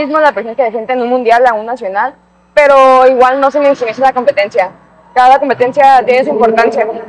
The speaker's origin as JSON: {"language": "Spanish", "region": "Nayarit", "country": "Mexico", "said": "competir en tu tierra, en Nayarit, con toda tu familia, con todos tus amigos"}